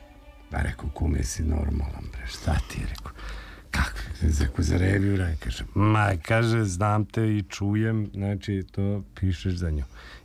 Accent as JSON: {"language": "Serbian", "region": "Vojvodina", "country": "Serbia"}